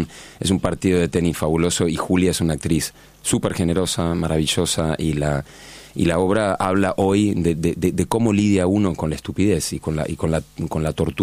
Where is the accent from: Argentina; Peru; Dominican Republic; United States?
Argentina; Vicente López, Buenos Aires Province; also born or lived in Once, Buenos Aires; Yo nací en 11, pero crecí toda mi vida en Florida, en Vicente López.